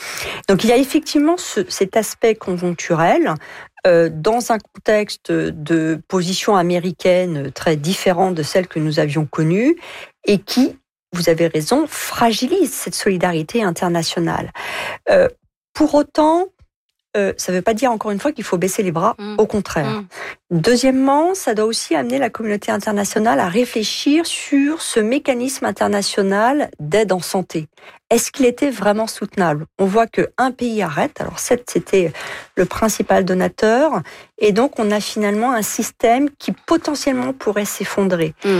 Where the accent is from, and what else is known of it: France